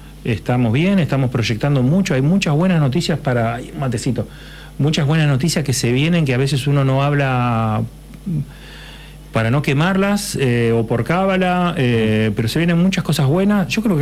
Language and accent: Spanish; Argentina; en Argentina estamos pasando un momento complicado.